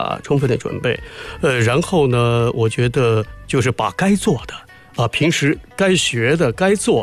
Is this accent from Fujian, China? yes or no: no; Nanjing, Jiangsu, China; 我觉得作为南京人呢，他还是有这样的一个优势哈